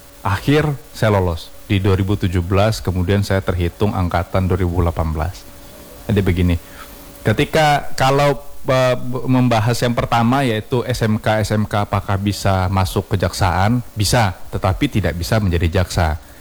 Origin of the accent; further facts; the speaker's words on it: Padang, West Sumatra, Indonesia; moved away; saya orang Padang.